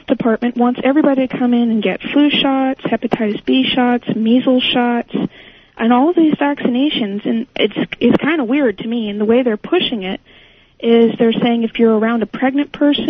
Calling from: Bellingham, Washington, United States; up in Bellingham.

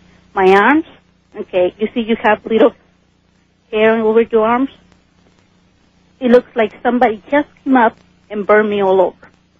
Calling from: Akron, Ohio, United States; I'm from Akron, Ohio.

